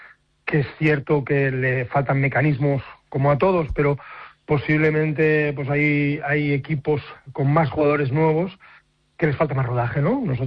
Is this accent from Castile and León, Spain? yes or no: no; Badalona, Catalonia, Spain; Soy de Badalona, pero también soy del Barça de fútbol.